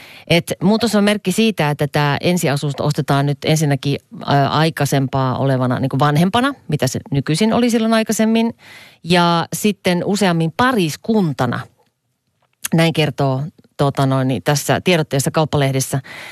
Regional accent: Kajaani, Kainuu, Finland; now in Helsinki, Finland; mä oon itse Kajaanista kotosin, ja kun mä mietin mun aikaa nuorena Kajaanissa

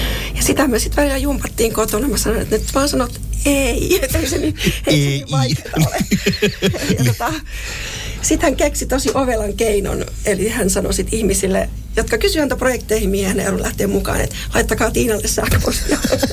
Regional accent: Lapland, Finland; Mä olen Lapista kotoisin. Ja puhutaan suoraan.

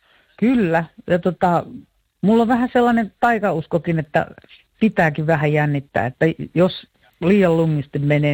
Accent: Vantaa, Uusimaa, Finland; Ollaan vantaalaisia ja samanikäisiä

